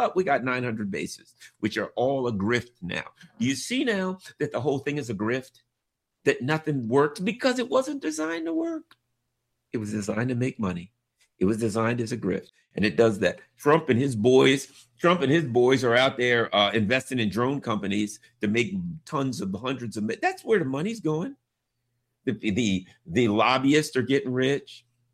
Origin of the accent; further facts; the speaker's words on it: United States; As an American citizen